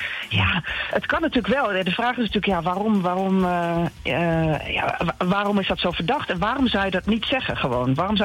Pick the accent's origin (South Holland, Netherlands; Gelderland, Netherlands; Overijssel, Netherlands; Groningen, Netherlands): Overijssel, Netherlands; Raalte; born there; En op Valentijnsdag sta ik in Raalte, mijn geboortedorp.